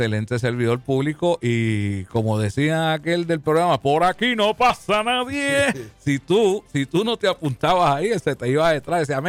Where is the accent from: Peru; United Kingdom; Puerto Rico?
Puerto Rico; Río Grande; yo me crié en Mamelle, Palmer, lo conocemos los que nos criamos allí, pues somos de Mamelle.